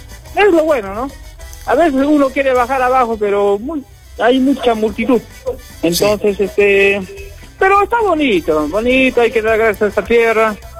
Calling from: Peru; como peruanos

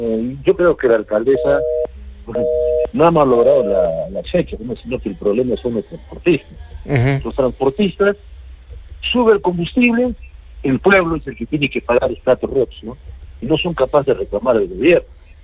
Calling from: Arequipa, Peru; acá yo vivo en Selva Alegre.

